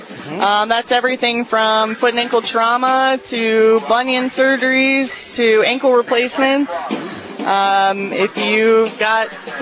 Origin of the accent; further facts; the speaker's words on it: Effingham, Illinois, United States; moved away as an adult; also born or lived in Seattle; now in Springfield, United States; I am from Effingham, Illinois, but I have Crossroads of America. I have been fortunate to call Springfield my home, though, for almost 10 years.